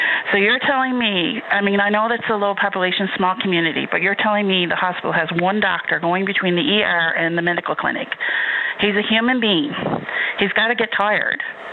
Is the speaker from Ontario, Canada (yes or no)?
no; Wabush, Newfoundland and Labrador, Canada; I grew up in Wabash myself. I mean, it was a lovely town. I had a great life. I'm coming back for 3 years now. There's one grocery store between two towns. There's no gas station in Wabash.